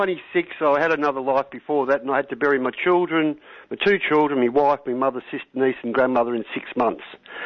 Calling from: Australia; I am, you know, an 8th generation Australian where my forefathers built and fought in wars

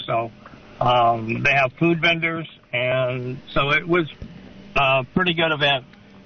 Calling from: Aptos, California, United States; I'm right now in Aptos.

